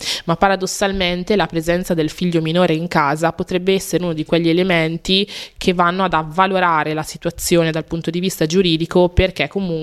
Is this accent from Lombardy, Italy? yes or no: yes; Cremona, Lombardy, Italy; born there; io sono nata a Cremona nel 1995